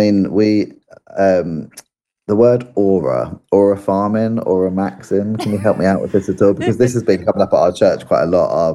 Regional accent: United Kingdom; So I think we have an opportunity and an invitation as a British cultured people to lean in more

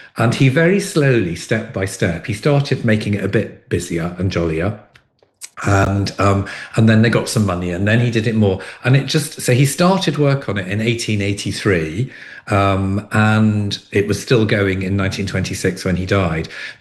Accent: Liverpool, North West England, United Kingdom; I come from Liverpool.

